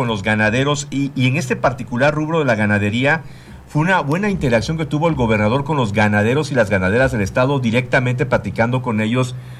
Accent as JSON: {"language": "Spanish", "region": "Tabasco", "country": "Mexico"}